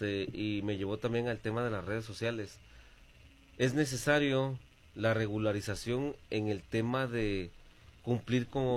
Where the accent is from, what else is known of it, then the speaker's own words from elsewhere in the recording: Mexico; nosotros como mexicanos